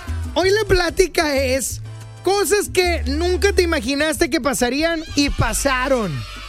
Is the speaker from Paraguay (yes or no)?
no; San Nicolás de los Garza, Nuevo León, Mexico; born there; Cuando soy nacido en San Nicolás. Es más, soy más nicolaita que Daniel Carrillo, que es el alcalde.